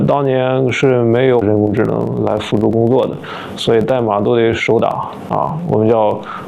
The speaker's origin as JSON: {"language": "Chinese", "country": "China", "also_born_or_lived": "Netherlands", "said": "我们中国人"}